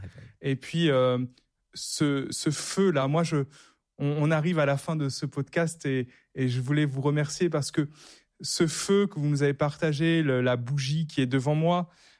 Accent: Réunion, France; moi, je suis réunionnais et Saint-François-Xavier, c'est le saint patron du diocèse de la Réunion.

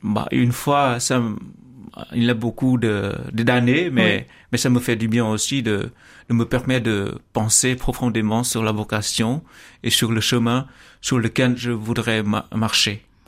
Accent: Vietnam; French is a second language; moved away as an adult; now in France

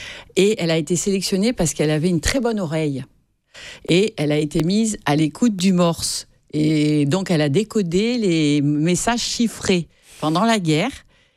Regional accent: Paris, Île-de-France, France; born there; Je suis née en 1958 à Paris 17e.

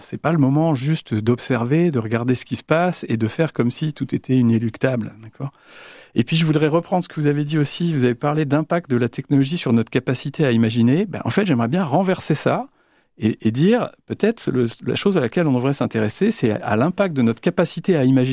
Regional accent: France; ceux qu'on utilise chez nous, en France ou en Europe

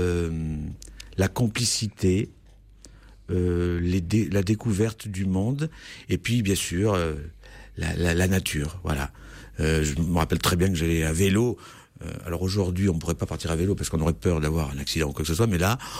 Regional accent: Perrier, Auvergne-Rhône-Alpes, France; moved away as an adult; also born or lived in Issoire; now in Saint-Diéry, France; Je n'ai pas été très loin, mais je suis né donc à Issoire. Et j'ai grandi dans un village qui est toujours cher à mon cœur. C'est Perrier, juste à côté d'Issoire.

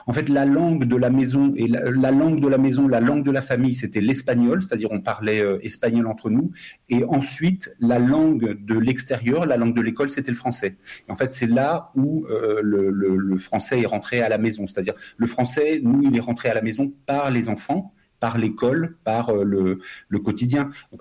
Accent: Fontainebleau, Île-de-France, France; born there; Moi, je suis né à Fontainebleau

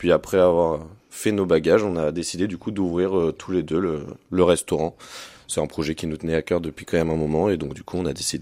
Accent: Levet, Centre-Val de Loire, France; Donc, moi, je viens du coup avec mon frère. On vient de Levé, donc c'est dans le Cher, à côté de Bourges.

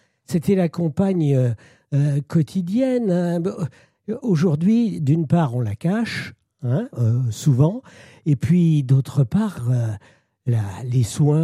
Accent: Pays de la Loire, France; à des années-lumière de ce qui se vivait il y a, disons, à peine 100 ans, moins de 100 ans même, chez nous, en Vendée.

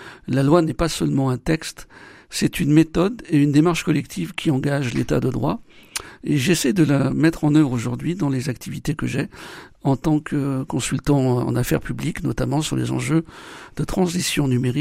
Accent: Saint-Étienne, Auvergne-Rhône-Alpes, France; Alors j'ai été député de la Loire, je suis stéphanois, j'ai été député de la Loire de 2017 à 2022

